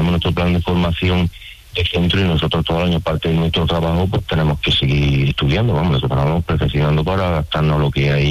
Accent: Hinojosa del Duque, Andalusia, Spain; y luego ya por concurso de traslado, pues yo me vine para aquí, para mi tierra, para las Pedroches.

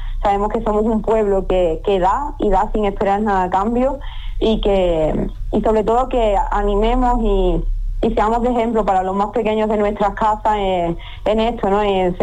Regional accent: Arcos de la Frontera, Andalusia, Spain; me presento, diga que … de Arco de la Frontera

